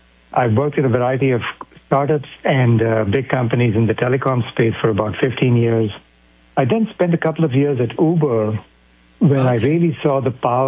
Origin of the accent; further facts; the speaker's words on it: India; now in United States; So my own background, I grew up in India. I came to America for grad school. I trained as an electrical engineer.